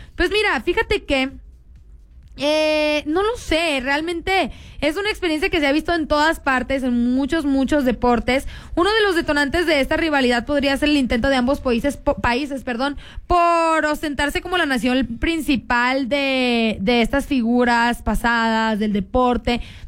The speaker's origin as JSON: {"language": "Spanish", "country": "Mexico", "said": "los argentinos nos odian, nos aborrecen a los mexicanos"}